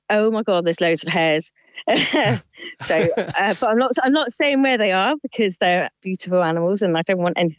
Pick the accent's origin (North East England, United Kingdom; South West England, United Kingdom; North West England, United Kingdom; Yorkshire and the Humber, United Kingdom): South West England, United Kingdom; Devon; now in North Somerset, United Kingdom; I come from Devon, so obviously the Strawberry Line isn't down there. But when I moved to North Somerset